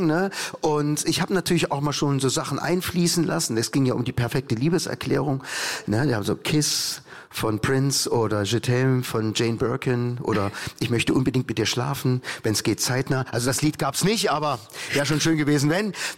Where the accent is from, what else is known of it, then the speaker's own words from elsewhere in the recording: Leipzig, Saxony, Germany; born there; Ich bin ja gebürtiger Ossi, Leipziger.